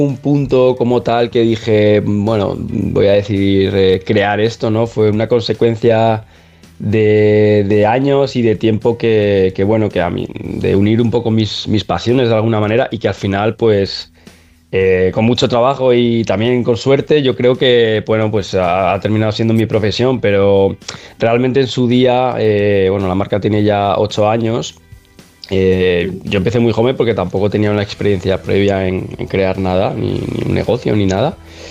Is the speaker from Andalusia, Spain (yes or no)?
no; Madrid, Community of Madrid, Spain; born there; moved away as an adult; now in Mallorca, Spain; desde que soy adolescente, yo vivía en Madrid al lado del Pardo